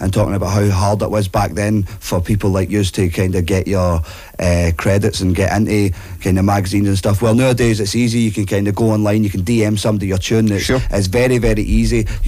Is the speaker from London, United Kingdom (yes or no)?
no; Glasgow, Scotland, United Kingdom; I'm a Scottish rapper, producer, filmmaker from Govan.